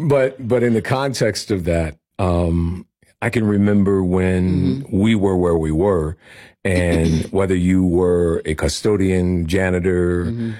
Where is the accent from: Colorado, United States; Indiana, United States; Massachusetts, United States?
Indiana, United States; Indianapolis; I grew up in Pike Township, graduated mm-hmm. from Pike.